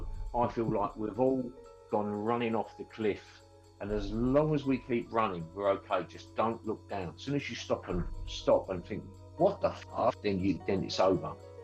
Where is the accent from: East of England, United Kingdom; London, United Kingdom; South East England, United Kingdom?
London, United Kingdom; I grew up in the East End of London. It's pretty tough.